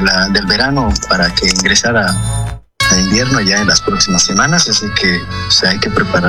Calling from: Cochabamba, Bolivia; Sí, Cochabamba, Bolivia, desde el centro mismo de Bolivia.

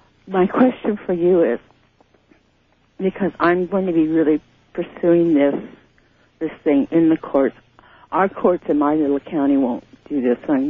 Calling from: Grass Valley, California, United States; from Grass Valley.

